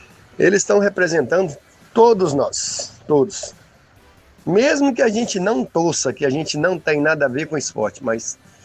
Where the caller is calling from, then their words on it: Brazil; Eu sou brasileiro, né?